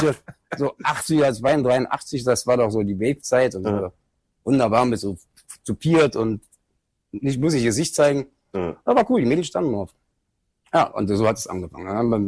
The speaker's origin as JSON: {"language": "German", "region": "Berlin", "country": "Germany", "tie": "born or raised there", "said": "Geboren in Schöneberg, groß geworden in Kreuzberg."}